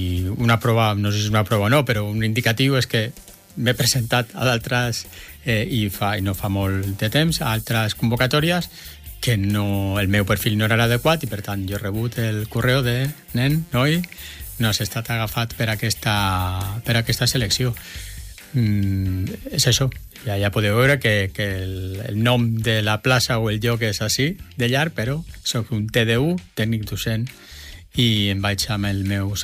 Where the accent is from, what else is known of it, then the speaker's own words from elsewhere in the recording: Sant Boi de Llobregat, Catalonia, Spain; now in Barberà del Vallès, Spain; jo sóc de Sant Boi, sóc del Baix, ja ho vaig dir, ja ho saben tothom, i la ciutat em va acollir.